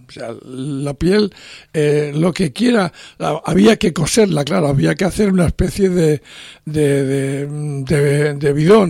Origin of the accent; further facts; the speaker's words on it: La Rioja, Spain; Yo nací en La Rioja, ese sitio de España donde se produce tanto vino.